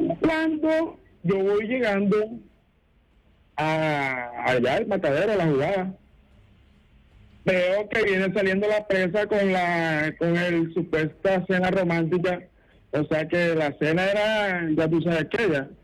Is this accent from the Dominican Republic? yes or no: no; Caribbean Region, Colombia; O sea, yo vivo acá en el Salvaje, pero yo soy costeño.